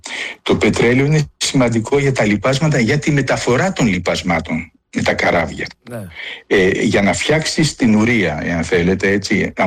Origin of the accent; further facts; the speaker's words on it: Athens, Attica, Greece; Εγώ πιτσιρικά θυμάμαι που μεγάλωσα στην Αθήνα